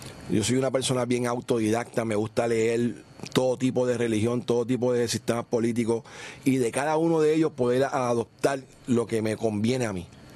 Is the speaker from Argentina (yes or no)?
no; Carolina, Puerto Rico; Nací en Carolina, Puerto Rico, en el 75.